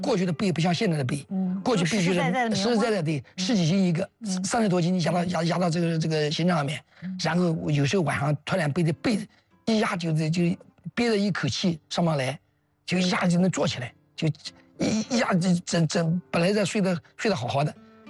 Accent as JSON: {"language": "Chinese", "region": "Anhui", "country": "China", "said": "其实我们安徽啊，我不是让我夸我们安徽啊。嗯。我们安徽人是真的实在。"}